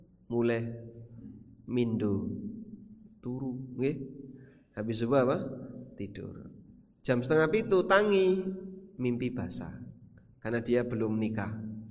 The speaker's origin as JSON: {"language": "Indonesian", "town": "Lamongan", "region": "East Java", "country": "Indonesia", "tie": "born or raised there", "lives_now": "Yogyakarta, Indonesia", "said": "Saya yang aslinya dari Lamongan sampai SMA lulus belum pernah ketemu ada budaya padusan menjelang tanggal 1 Ramadan."}